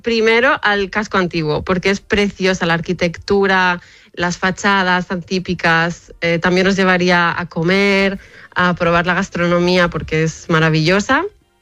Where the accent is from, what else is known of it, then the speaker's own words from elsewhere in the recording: Alicante, Valencian Community, Spain; aquí, bueno, de donde yo soy en Alicante, está todo muy construido